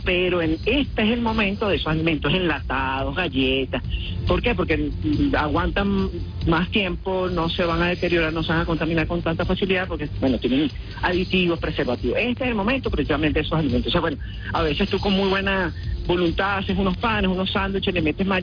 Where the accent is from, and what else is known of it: Venezuela